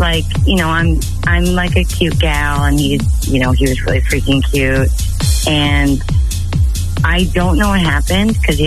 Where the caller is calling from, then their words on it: Prairieville, Louisiana, United States; I'm from Prairieville.